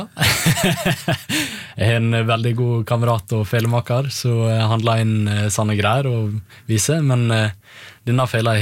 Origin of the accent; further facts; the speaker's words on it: Volda, Møre og Romsdal, Norway; jeg er fra Volda på Sunnmøre, og jeg begynte i kulturskolen da jeg var rundt 5 år gammel